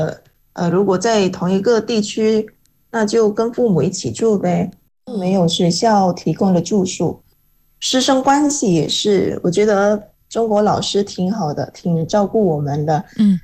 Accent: Indonesia; Chinese is a second language; moved away as an adult; now in China; 我身为印尼华裔，也是同一个祖先的后代，血脉相连，同根同源啊

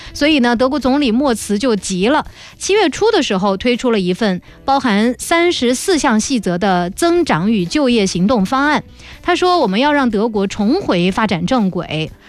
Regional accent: China; 我作为一个中国人啊

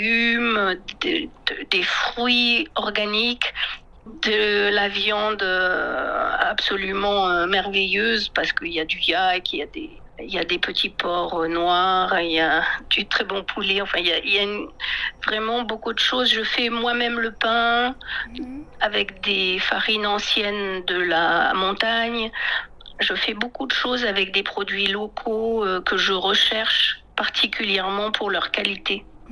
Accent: France

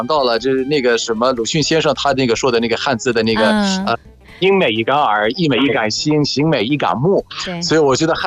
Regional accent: Egypt; Chinese is a second language; 现在呢，我们就是埃及人为什么这么有趣？埃及人为什么这么说话那种有那种特别好听啊？

